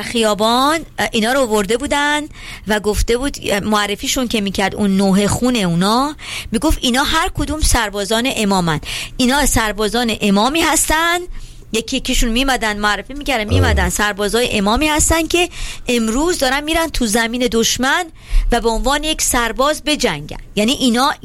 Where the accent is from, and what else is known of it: Iran; moved away